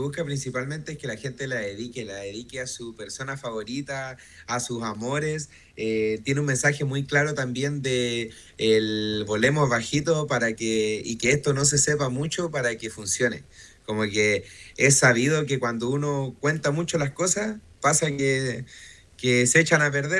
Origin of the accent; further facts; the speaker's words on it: Villa O'Higgins, Aysén, Chile; Yo soy de Villa O'Higgins, que queda en el fin de la carretera Austral.